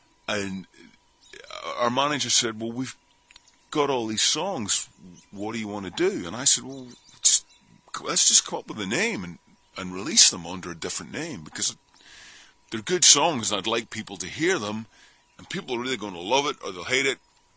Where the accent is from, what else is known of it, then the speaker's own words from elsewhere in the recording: Northern Ireland, United Kingdom; As Irish kids, we were at that time, because Ireland was such, certainly in the north with everything that was going on in my situation, but we were very influenced by American culture.